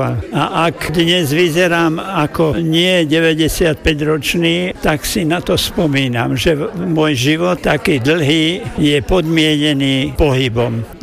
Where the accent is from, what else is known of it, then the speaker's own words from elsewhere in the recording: Stupava, Bratislava Region, Slovakia; born there; Ja som sa narodil v Stupave, ale ešte som nemal ani poriadny rok a už som sa ocitol na mieste, odkiaľ bolo najbližšie na Marchesku železničnú stanicu.